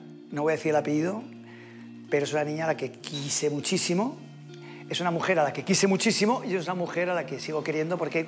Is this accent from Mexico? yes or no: no; Spain; yo siempre opino como español